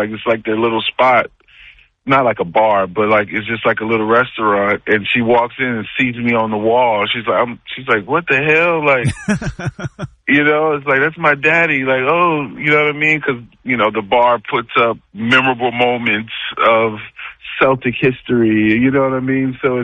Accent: Boston, Massachusetts, United States; I'm a Boston fan. I'm from Boston. I'm from Dorchester. I'm from Mattapan.

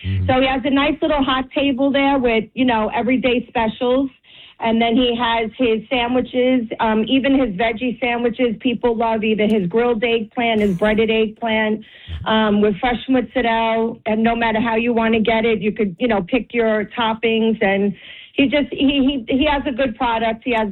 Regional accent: Hoboken, New Jersey, United States; moved away as an adult; now in Clifton, United States; we grew up in Hoboken, my husband and I, and moved out to Sea Caucus.

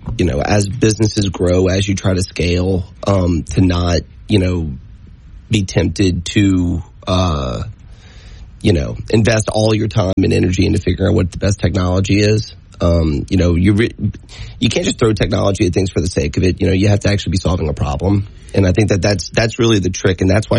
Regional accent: Morgan City, Louisiana, United States; We actually grew up on the same street in Morgan City

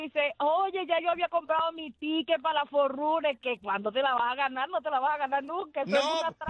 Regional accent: Venezuela; Sí, de Venezuela. No sé si estás al tanto que ahí les metieron el ojo a un poco de riferos en Venezuela.

